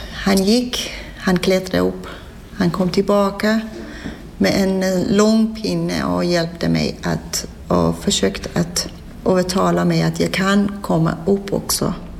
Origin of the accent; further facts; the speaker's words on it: Iran; Swedish is a second language; moved away as an adult; jag kom från Iran. Ursprungligen jag är muslim, men jag konverterade till kristendom. Jag är kristen nu.